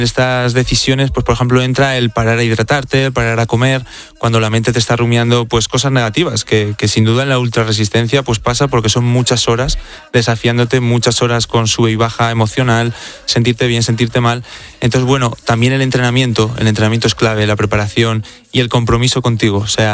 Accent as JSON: {"language": "Spanish", "town": "Teruel", "region": "Aragon", "country": "Spain"}